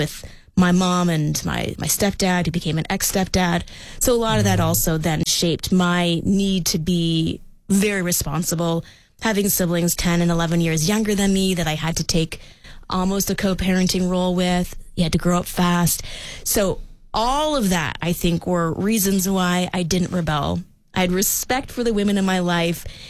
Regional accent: Edmonton, Alberta, Canada; So growing up in Edmonton, where the culture is a predominantly, British culture

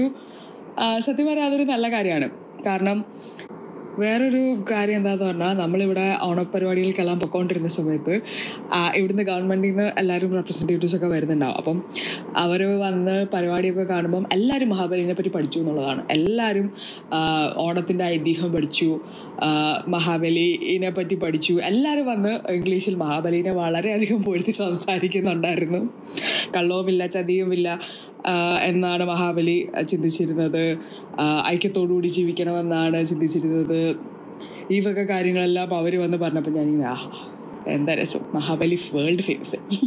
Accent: Pathanamthitta, Kerala, India; moved away; ഞാനൊരു പത്തനംതിട്ടക്കാരി ആയതുകൊണ്ട് തന്നെ ഉത്രട്ടാതി വള്ളംകളി എനിക്ക് ഭയങ്കര സ്പെഷ്യലാണ്.

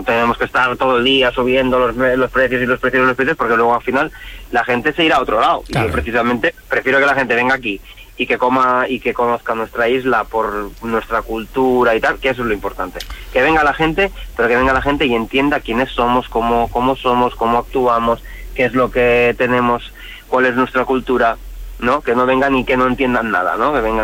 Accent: Balearic Islands, Spain; No, que soy de Menorca. Y dices, no, y ¿sabes? El tipismo sí. Este que siempre todos los menorquinos hacemos la gracieta

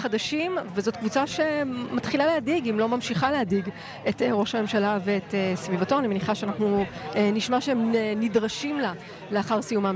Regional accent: Ramat Gan, Tel Aviv District, Israel; בתור ילדה שגדלה ברמת גן כאן ליד

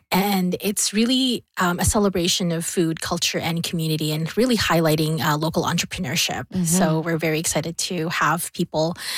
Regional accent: Bicol Region, Philippines; moved away; Being born in the Philippines, in where I'm from, it's called the Bicol region.

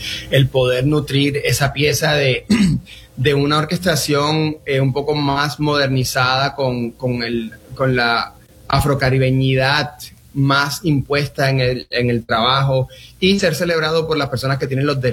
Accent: Vega Alta, Puerto Rico; moved away; mi pueblo natal, Vega Alta, del cual estoy extremadamente orgulloso de haber crecido ahí.

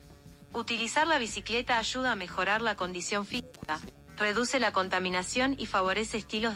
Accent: Argentina; now in Mexico; la argentina más mexicana.

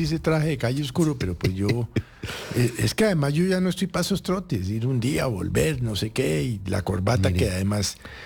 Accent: Colombia

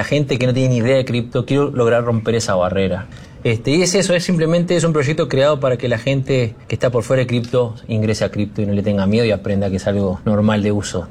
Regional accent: Uruguay; yo soy uruguayo, empresario serial, que se dice por ahí, hace 20 años ya.

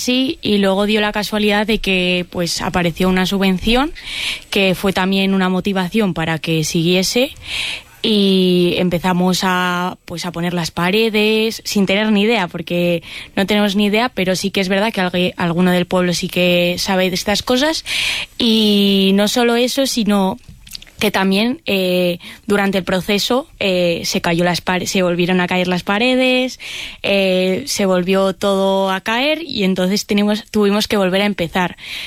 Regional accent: La Rioja, Spain; no es porque sea mi pueblo

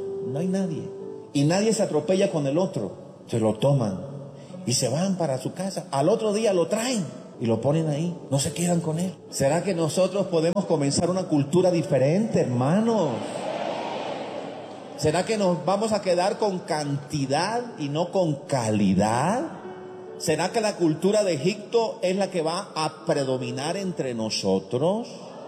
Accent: Colombia; ¿de dónde viene usted? Le dije, de Colombia.

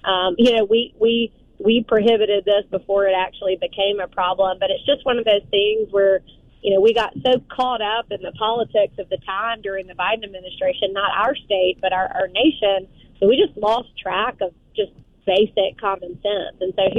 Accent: Selma, Alabama, United States; So I'm a eighth generation Dallas County girl, come from a long line of farmers. I grew up in Selma, so small town

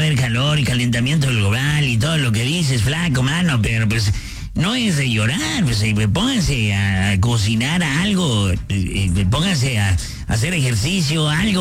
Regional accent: Ciudad Obregón, Sonora, Mexico; Yo soy de Obregón, Sonora, y hace calor, calones.

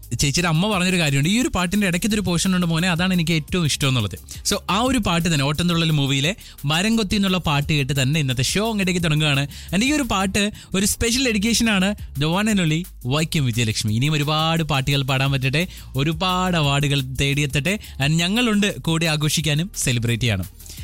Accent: Kerala, India; ഒരു മലയാളി എന്ന നിലയിൽ ഭയങ്കര പ്രൗഡുള്ളൊരു സംഭവമാണ്.

